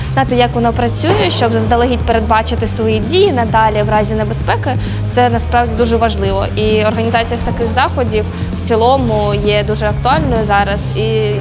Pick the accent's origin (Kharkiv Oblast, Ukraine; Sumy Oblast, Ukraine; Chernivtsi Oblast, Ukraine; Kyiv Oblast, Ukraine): Kharkiv Oblast, Ukraine; Velykyi Burluk; Я з Великого Бурлука, це Куп'янський район.